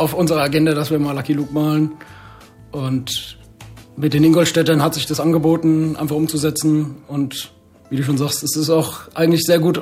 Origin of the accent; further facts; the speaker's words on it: Aschaffenburg, Bavaria, Germany; Da bin ich Skateboard gefahren, wir hatten das Six-Step bei uns in Aschaffenburg, wir hatten das Style-File in Aschaffenburg.